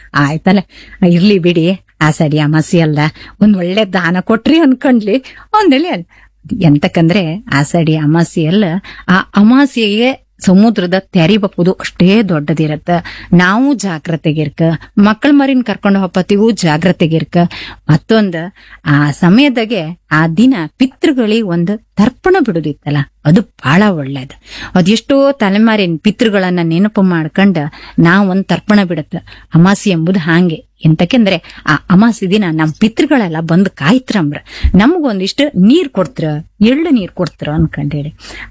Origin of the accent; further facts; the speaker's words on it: Kundapura, Karnataka, India; ನಾವು ಕುಂದಾಪ್ರಮಣ್ಣ ಹುಟ್ಟಿ ಈ ಕುಂದಾಪ್ರಮಣ್ಣ ಬೆಳೆದವರಿಗೆ ಕುಂದಾಪುರ ಭಾಷೆ ಬಳಸ್ತಿಪ್ಪರಿಗೆ